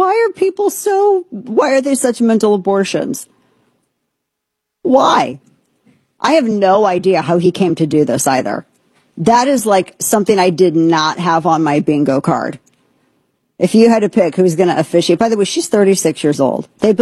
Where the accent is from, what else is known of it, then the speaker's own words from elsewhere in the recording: the Ozarks, United States; I'm not saying this is a pejorative, but I'm from Ozarks.